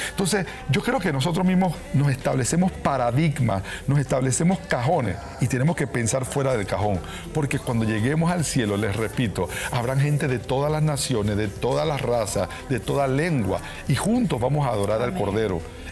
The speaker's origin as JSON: {"language": "Spanish", "country": "Panama", "said": "yo te puedo decir que como panameño, saludo y honro a amigos míos"}